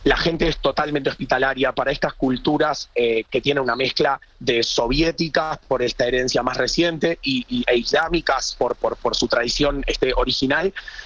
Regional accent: Uruguay

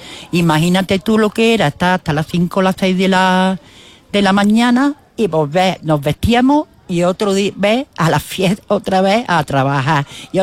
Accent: Maracena, Andalusia, Spain; de Maracena de toda la vida y mi madre era granadina. Y se conocieron y nosotros hemos nacido aquí en Maracena. Y yo, pues, ya te estoy diciendo, muy encantada de ser de aquí de mi pueblo, gente muy acogedora, gente muy buena.

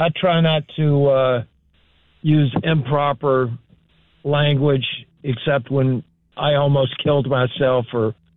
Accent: the South, United States; now in New York State, United States; Number one, I'm from New York State, just to mention it. I grew up in the South, though.

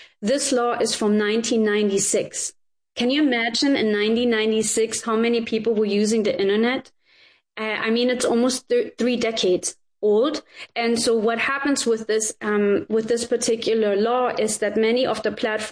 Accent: Germany; I mean, I was raised in Germany, but I love the First Amendment about America.

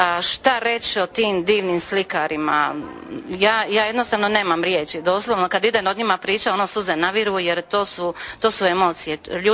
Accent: Zagvozd, Split-Dalmatia County, Croatia; jer sam ja rodom iz Zagvozda.

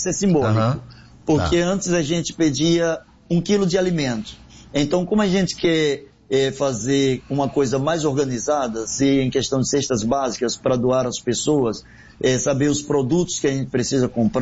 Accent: Aracaju, Sergipe, Brazil; now in Rio de Janeiro, Brazil; De nascença eu sou sergipano, eu sou de Aracaju, mas já moro aqui no Rio de Janeiro há 30, 35 anos.

